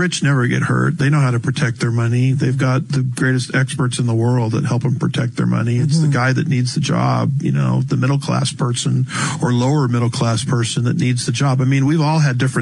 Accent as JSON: {"language": "English", "region": "California", "country": "United States", "tie": "born or raised there", "said": "And that's what's happening in my home state, which once was the great state of California."}